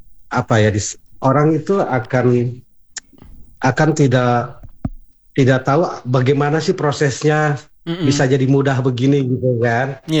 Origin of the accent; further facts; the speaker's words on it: Sukabumi, West Java, Indonesia; moved away as an adult; also born or lived in Maluku / Depok; Saya dari kecil itu saya kebetulan tinggal di Jawa Barat ya Bang, di daerah Sukabumi ya sana.